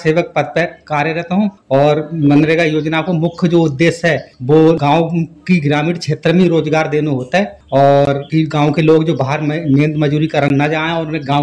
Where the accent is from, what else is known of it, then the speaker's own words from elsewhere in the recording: Bansipur, Uttar Pradesh, India; मैं एक किसान परिवार से हूँ और बंसीपुर गांव पड़ता है जो, और जो ग्राम पंचायत बखनौरी के अंतर्गत आता है और तहसील और ब्लॉक दोनों मिलक हैं।